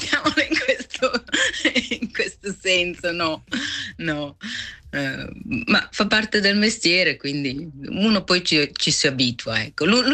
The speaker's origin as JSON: {"language": "Italian", "town": "Collina d'Oro", "region": "Ticino", "country": "Switzerland", "tie": "born or raised there", "moved": "yes", "lives_now": "Canada", "said": "Sono originaria di Scairolo di Montagnola."}